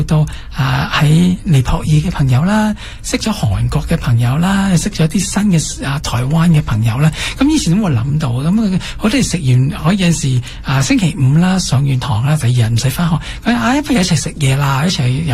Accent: Canada; 佢哋收入比我哋加拿大少好多

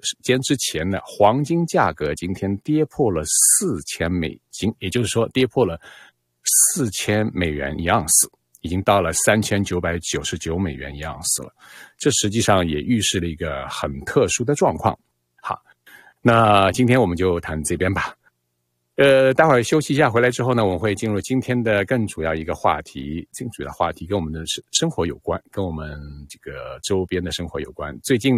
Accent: Canada; 所以作为加拿大人来讲，我们加拿大央行行长在昨天公开讲了这么一段话，可能他是讲给与会者听的，其实也是讲给我们加拿大所有国民居民听的。

